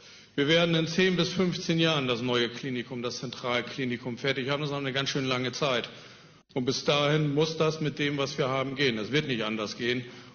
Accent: Wilhelmshaven, Lower Saxony, Germany; und ich vertrete die Wilhelmshavener Interessen auch so, dass wir als Wilhelmshavener uns da auch wiederfinden.

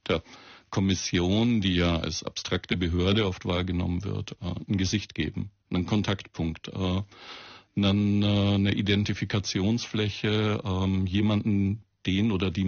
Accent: Southern Germany, Germany

